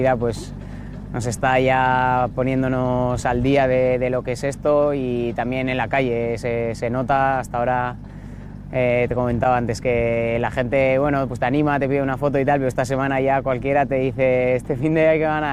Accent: San Sebastián, Basque Country, Spain; Yo soy de San Sebastián, he pasado por Cantabria, ahora vengo a Asturias

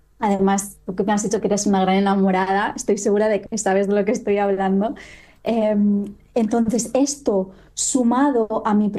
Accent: Barcelona, Catalonia, Spain; born there; now in Fuerteventura, Spain; De hecho, yo nací en Barcelona, y hace 5 años me mudé a Fuerteventura. Ahora estoy residiendo en Fuerteventura y soy una gran enamorada del lugar

